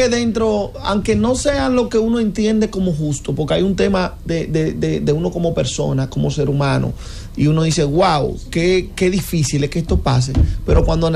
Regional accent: Dominican Republic; Yo como ser humano no me siento contento, como dominicano tampoco

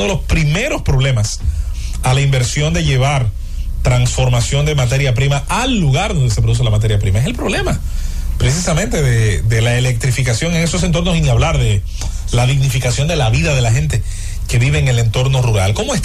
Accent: Dominican Republic

